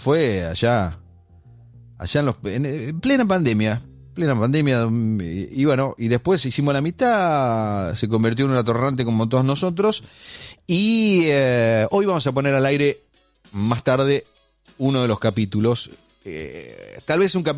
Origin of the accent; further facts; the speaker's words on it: La Madrid, Tucumán, Argentina; moved away; se juntan en mi pueblo, en La Madrid